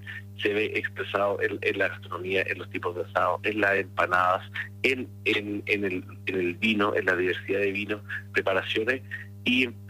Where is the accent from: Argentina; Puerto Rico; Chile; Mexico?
Chile; y para nosotros como chilenos es el momento de mayor celebración del año